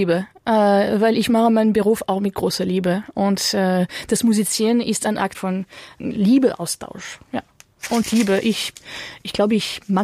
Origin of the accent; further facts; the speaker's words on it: Chartres, Centre-Val de Loire, France; German is a second language; now in Cologne, Germany; Ich komme aus Chartres.